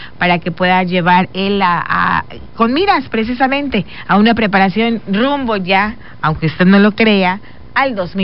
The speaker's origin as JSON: {"language": "Spanish", "country": "Mexico"}